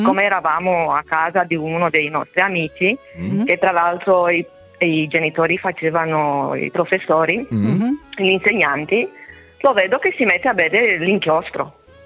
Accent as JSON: {"language": "Italian", "country": "Romania", "second_language": "Italian", "moved": "yes", "lives_now": "Italy", "said": "Sono rumena"}